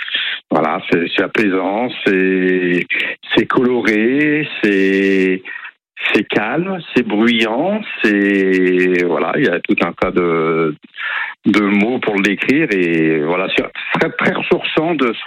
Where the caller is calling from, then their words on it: Biscarrosse, Nouvelle-Aquitaine, France; il n'y a pas très longtemps que j'habite sur Biscarrosse